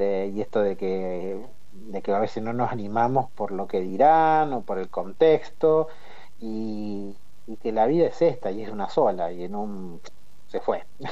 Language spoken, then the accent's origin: Spanish; Trenque Lauquen, Buenos Aires Province, Argentina; now in La Plata, Argentina; yo soy oriundo de Trenquelauquen y cuando me vine a vivir a La Plata